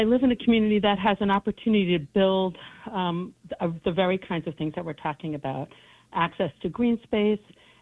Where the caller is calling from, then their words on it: Brooklyn, New York, United States; Actually, I'm calling from Bed-Stuy, Brooklyn